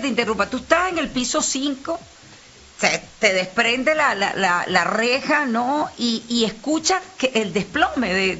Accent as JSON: {"language": "Spanish", "country": "Venezuela", "said": "para todos nosotros los venezolanos, porque nos hemos conectado, bueno, como venezolanos con esta situación."}